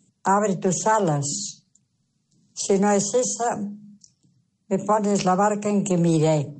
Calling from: Santiago de Compostela, Galicia, Spain; Hola Susana … de Santiago.

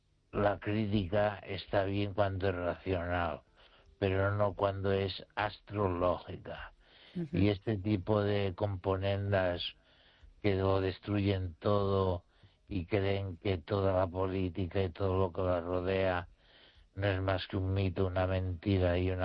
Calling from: Spain; soy un español que razona

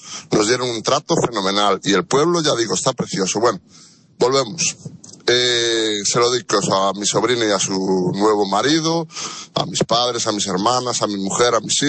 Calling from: Vigo, Galicia, Spain; Mira que somos de Vigo y yo no conocía Las Nieves.

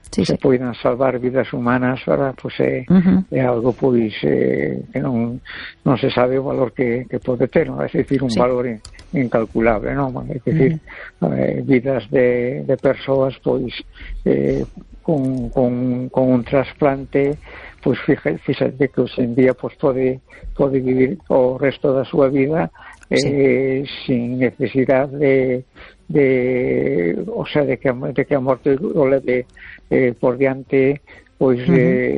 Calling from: A Coruña, Galicia, Spain; de La Coruña.

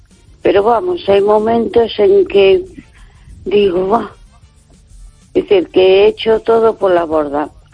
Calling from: A Coruña, Galicia, Spain; de Coruña.

